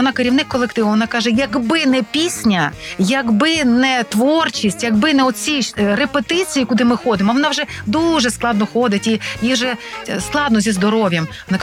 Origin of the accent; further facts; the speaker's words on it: Ternopil, Ternopil Oblast, Ukraine; born or raised there